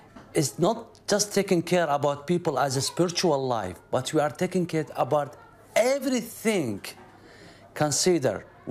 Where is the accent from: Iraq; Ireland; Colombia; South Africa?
Iraq; Baghdad, Baghdad Governorate; English is a second language; I am from Baghdad, and I know Muslim very well. They blow up my church one time in Baghdad.